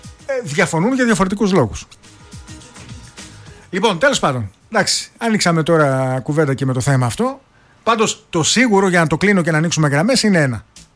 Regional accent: Greece

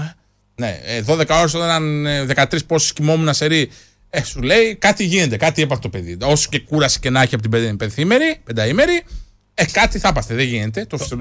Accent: Thessaloniki, Central Macedonia, Greece; που λέμε εδώ χάμο, που λέμε τη συμπρωτεύουσα την ερωτική Θεσσαλονίκη, κοροϊδεύουμε που είμαστε από τη Θεσσαλονίκη.

